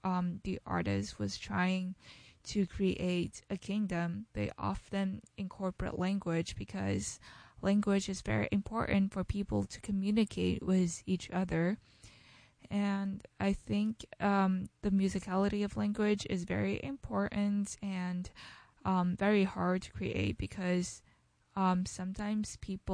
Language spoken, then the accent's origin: English; Shanghai, China; accent: Shanghainese dialect; first language Shanghainese; English is a second language; one of the local languages, which is actually my native language. This is a dialect in Shanghainese.